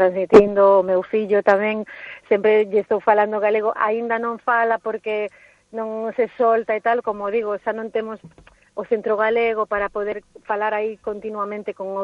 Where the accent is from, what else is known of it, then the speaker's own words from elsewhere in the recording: Brussels, Belgium; cando decimos, somos de Bruselas e nacimos en Bruselas